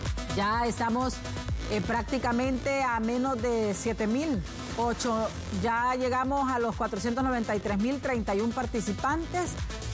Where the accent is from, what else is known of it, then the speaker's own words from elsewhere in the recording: Honduras; soy de Honduras